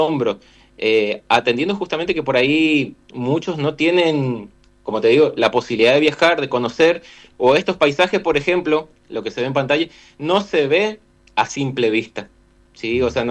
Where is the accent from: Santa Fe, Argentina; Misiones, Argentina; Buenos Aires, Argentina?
Misiones, Argentina; Oberá; yo soy de Oberá